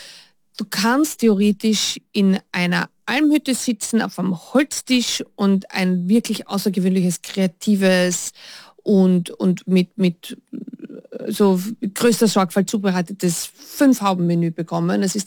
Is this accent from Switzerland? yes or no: no; Carinthia, Austria; also ich komme aus der Gegend, ich bin ja aufgewachsen im Mölltal und der Weißensee war für mich immer ein echtes Heimspiel mit Eislauf und so.